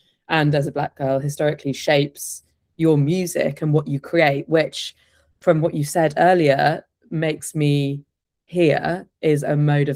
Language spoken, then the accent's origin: English; Plymouth, South West England, United Kingdom; And I grew up in Plymouth by the seaside in a very homophobic town that was not like diverse, quote unquote diverse, in any way